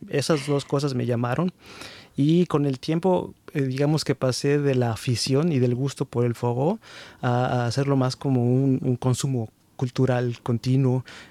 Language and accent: Spanish; Mexico; now in Germany; mi identidad como mexicano